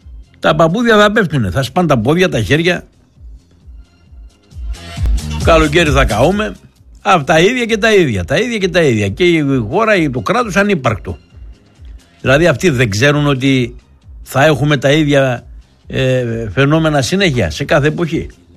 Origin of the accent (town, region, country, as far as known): Thessaloniki, Central Macedonia, Greece